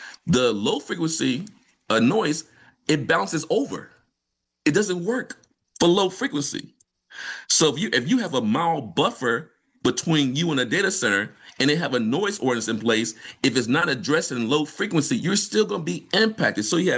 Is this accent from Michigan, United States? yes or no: no; Vicksburg, Mississippi, United States; I'm from Mississippi, so I'm from Vicksburg.